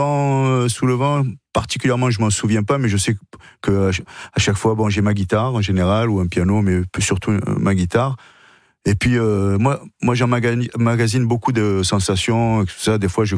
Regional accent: Marseille, Provence-Alpes-Côte d'Azur, France; J'ai grandi à Marseille.

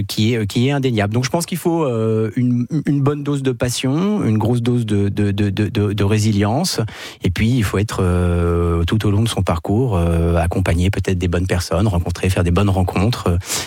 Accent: France; On a une relation parce qu'on est français aux produits agro qui est comme vous le dites très passionnel.

